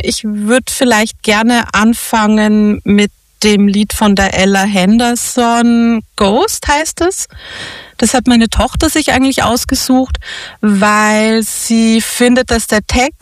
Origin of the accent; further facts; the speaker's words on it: Bavaria, Germany; moved away; In Deutschland. Ich komme aus Deutschland. Südliches Bayern, also schon fast Grenzgebiet.